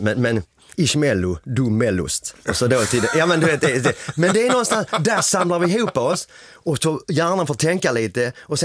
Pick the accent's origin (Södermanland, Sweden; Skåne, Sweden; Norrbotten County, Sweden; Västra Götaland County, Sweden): Skåne, Sweden; Helsingborg; Vi kommer ju inte från Stockholm, vi kommer från Helsingborg.